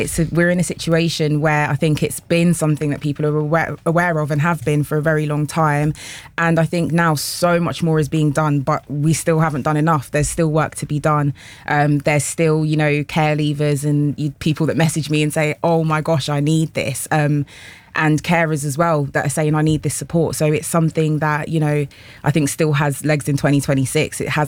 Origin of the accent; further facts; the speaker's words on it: Jamaica; I'm Jamaican, so I say cane row